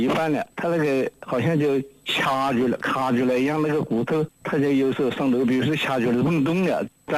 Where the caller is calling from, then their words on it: Hanchuan, Hubei, China; 哎，我就在汉川城关的。